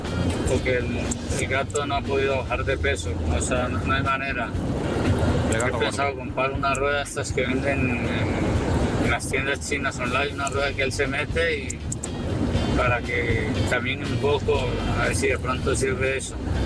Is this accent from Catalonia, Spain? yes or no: yes; Barcelona, Catalonia, Spain